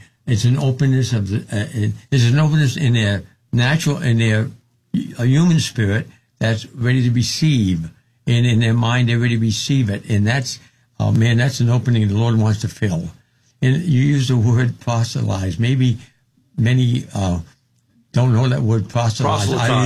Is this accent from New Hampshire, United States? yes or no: yes; New Hampshire, United States; Well, I'm from New Hampshire.